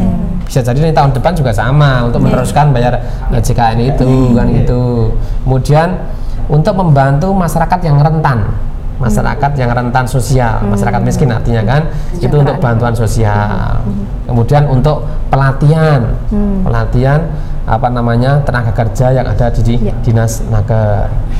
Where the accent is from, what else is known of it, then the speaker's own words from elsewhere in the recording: Central Java, Indonesia; sama saya juga orang Miri